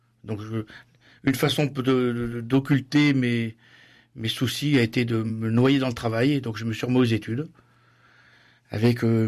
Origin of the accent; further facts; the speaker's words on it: Clermont-Ferrand, Auvergne-Rhône-Alpes, France; moved away as an adult; also born or lived in Paris region; parce que je suis auvergnat, donc Clermont-Ferrand et sa région. Ensuite, comme tout auvergnat, je suis monté à la capitale